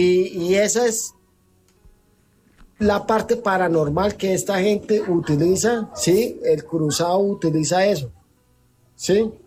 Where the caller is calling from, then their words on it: Bucaramanga, Santander, Colombia; Desde Bucaramanga a Santander.